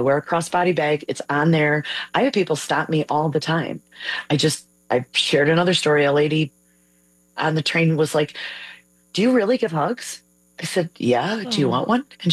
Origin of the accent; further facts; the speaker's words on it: Illinois, United States; I grew up way in the northwest suburbs on the Fox River.